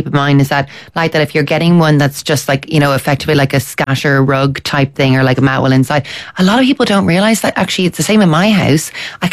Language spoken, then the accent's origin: English; County Wicklow, Ireland; I'm from Wicklow